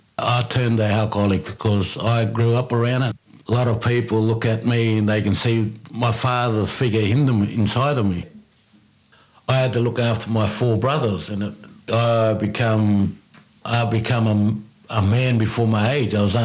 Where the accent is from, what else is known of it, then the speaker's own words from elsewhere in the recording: Brewarrina, New South Wales, Australia; I'm from Bree Warrener. My tribe is Murawari.